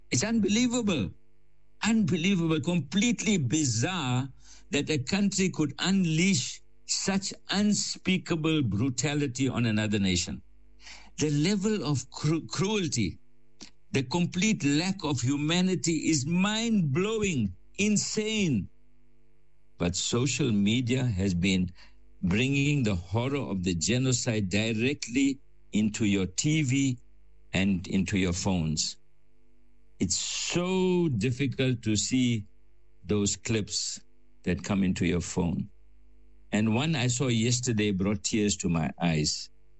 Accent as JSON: {"language": "English", "town": "Port Shepstone", "region": "KwaZulu-Natal", "country": "South Africa", "tie": "born or raised there", "said": "That's from Durban to Parkerani, halfway to my hometown, Port Shepstone."}